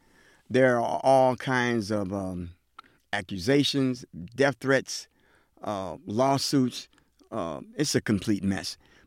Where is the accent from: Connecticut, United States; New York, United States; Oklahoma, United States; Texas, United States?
New York, United States; And being I'm a Yankee man, I'm a New Yorker, faithful, I got to be faithful to my Yankees.